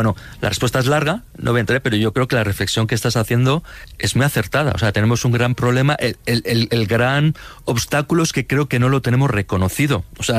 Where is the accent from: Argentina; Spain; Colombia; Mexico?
Spain; cómo es posible que en mi país hayamos acabado una guerra civil en el siglo pasado, yo qué sé, en el 36